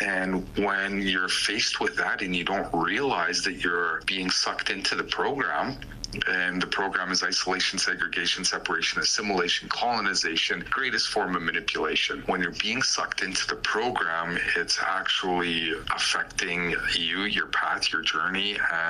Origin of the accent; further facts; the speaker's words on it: Manning, Alberta, Canada; born there; I am from north of 59. That's great. I am from up in northern Alberta. I was born in Manning and come from a small community up there.